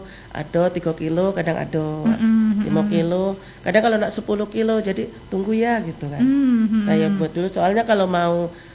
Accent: Kebumen, Central Java, Indonesia; now in Jambi, Indonesia; kalau di Kebumen itu kan di kampung saya.

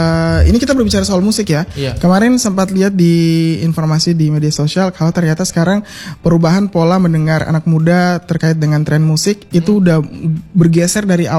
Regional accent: Central Sulawesi, Indonesia; Ada berapa orang kita orang Kaili di sini, tapi itu udah beda-beda Kaili lagi tuh.

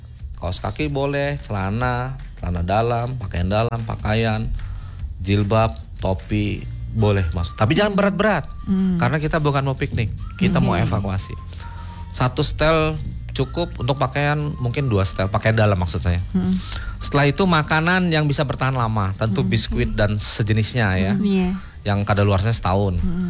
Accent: Bandar Lampung, Lampung, Indonesia; Walaupun saya orang Bandar Lampung.

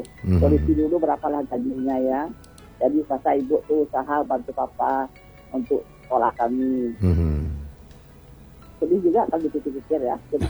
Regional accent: Padang, West Sumatra, Indonesia; Jadi kami di rumah itu walaupun kami orang Padang ya, jadi kami tidak berbahasa Padang gitu ya, berbahasa Indonesia.

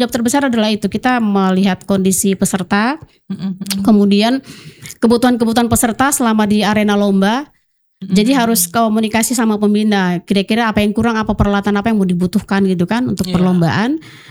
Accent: Papua, Indonesia; Memang dari cara ngomongnya gitu mereka kira saya bukan orang Papua.

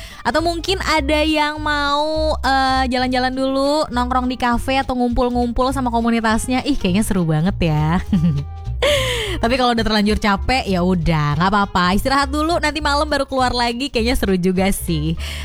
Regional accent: Jakarta, Indonesia; karena gue Jakbarnya nih Jakbar bagian Kembangan, bagian Puri

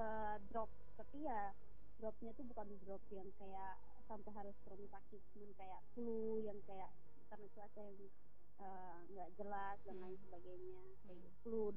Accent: East Nusa Tenggara, Indonesia; also born or lived in Taiwan; padahal kan kita orang NTT ya

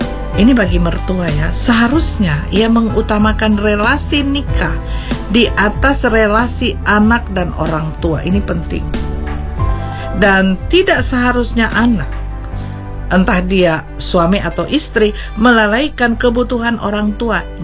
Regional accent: Indonesia; Kami orang Indonesia, kami orang Asia

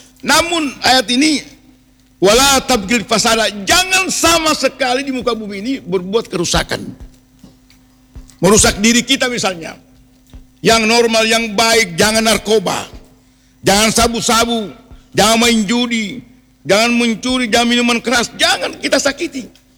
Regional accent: Central Sulawesi, Indonesia; first language Kaili; Dalam bahasa kita Kaili

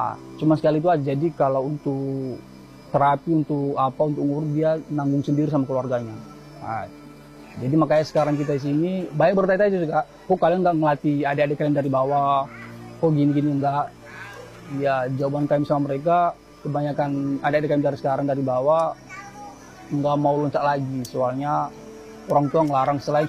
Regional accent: Bahumatalu, North Sumatra, Indonesia; saya asal Desa Bahumatalu, saya salah satu pelompat dari Desa Bahumatalu ini.

